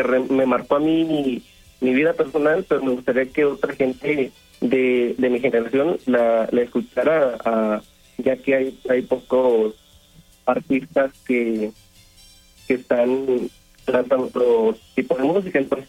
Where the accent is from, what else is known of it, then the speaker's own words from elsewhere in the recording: San Luis Potosí, Mexico; soy originario de San Luis Potosí, de la Huasteca Potosina